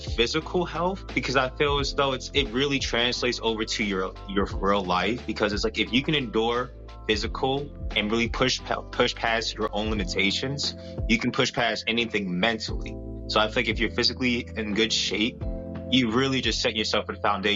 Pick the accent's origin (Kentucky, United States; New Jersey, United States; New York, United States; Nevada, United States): New Jersey, United States; I actually grew up in New Jersey. I grew up in New Jersey practically my whole life